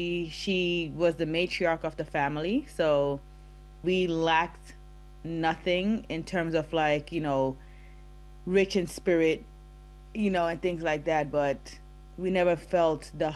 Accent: Richmond, Saint Mary, Jamaica; now in United States; I was raised by my grandmother in Richmond, St. Mary

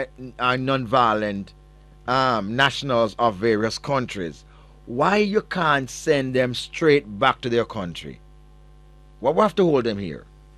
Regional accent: Jamaica; As a Jamaican, you cannot be denied entry into Jamaica by Jamaican authority.

